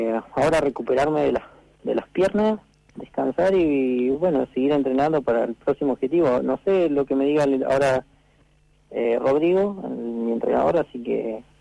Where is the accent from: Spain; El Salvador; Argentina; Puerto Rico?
Argentina; Paso de Indios, Chubut; que fue ahí en mi pueblo, Paso de Indio.